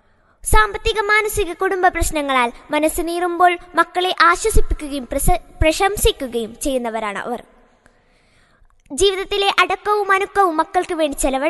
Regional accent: Iritty, Kerala, India

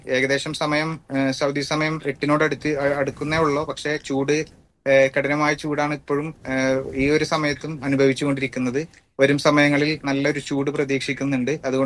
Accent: Vaduthala, Kerala, India; moved away as an adult; now in Jeddah, Saudi Arabia; ഞാന് നാട്ടില് തൃശ്ശൂർ ജില്ലയില് കുന്നംകുളത്തിനടുത്ത് വടുതല എന്ന് പറയുന്ന സ്ഥലത്താണ് എന്റെ വീട്. അവിടെയാണ് എന്റെ സ്വദേശം, അവിടെയാണ് ഞാൻ ഉള്ളത്.

